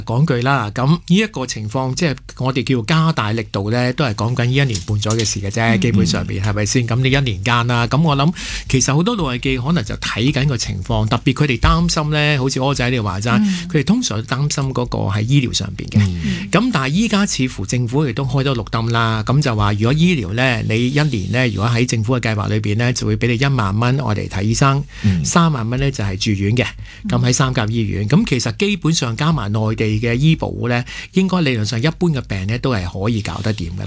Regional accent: Hong Kong; 我哋港人北上咁劲

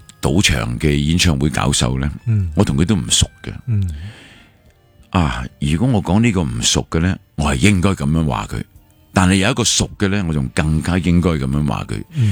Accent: Hong Kong; 但系因为我哋香港人咧，就最识就弄字眼啊。

